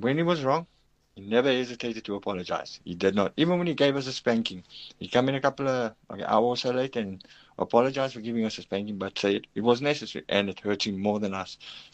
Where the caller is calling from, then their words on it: Eastern Cape, South Africa; Hoi, 5FM family. … from the Bay.